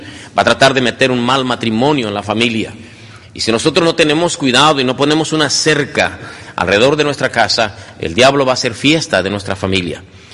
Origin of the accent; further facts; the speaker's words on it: Cananea, Sonora, Mexico; mi iglesia metodista libre en Cananea.